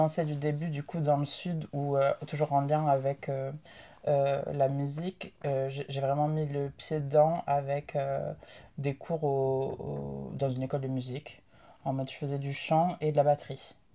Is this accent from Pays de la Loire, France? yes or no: no; Carcassonne, Occitanie, France; genre la comédie musicale de la romance de Dame Carcasse, parce que je viens de Carcassonne.